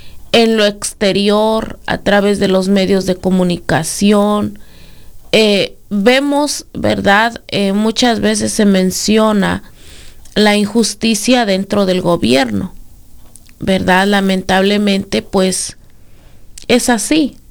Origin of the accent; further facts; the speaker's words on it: Mexico; moved away; nosotros, pues, obviamente venimos de otro país, somos inmigrantes aquí